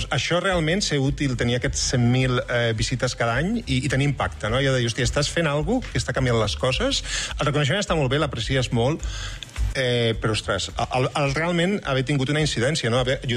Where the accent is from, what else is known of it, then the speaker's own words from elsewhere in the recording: Barcelona, Catalonia, Spain; Del Clot, ara visc al Guinardó.